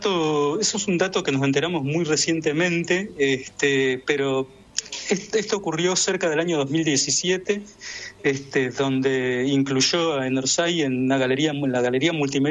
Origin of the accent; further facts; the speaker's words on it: Maipú, Buenos Aires Province, Argentina; also born or lived in Mar del Plata; nosotros nacimos en la ciudad de Mar del Plata, pero nos criamos en Maipú, mira, provincia de Buenos Aires, ahí cerquita.